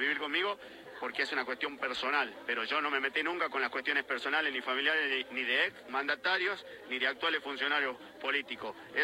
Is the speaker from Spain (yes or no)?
no; Argentina; yo como persona, como ciudadano argentino, tengo mi vida privada